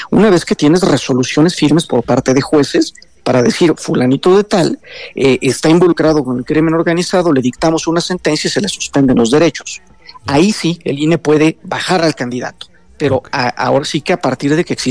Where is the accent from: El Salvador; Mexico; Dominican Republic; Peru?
Mexico; como mexicanas y mexicanos